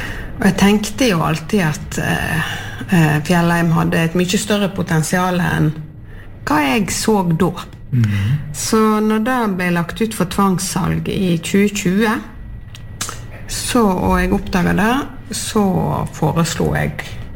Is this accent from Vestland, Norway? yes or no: yes; Sotra, Vestland, Norway; now in Østerdalen, Luster, Norway; Opprinnelig så ja. Kom jeg fra Sotra.